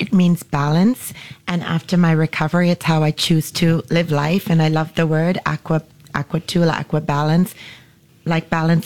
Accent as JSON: {"language": "English", "country": "Sri Lanka", "tie": "born or raised there", "also_born_or_lived": "Maldives", "moved": "yes", "lives_now": "Singapore", "said": "I was born in Sri Lanka, spent a lot of time in Sri Lanka and the Maldives because my dad had a garment factory."}